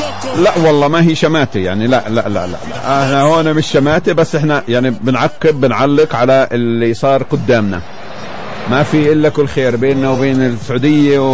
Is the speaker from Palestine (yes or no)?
yes; Palestine; احنا كفلسطينية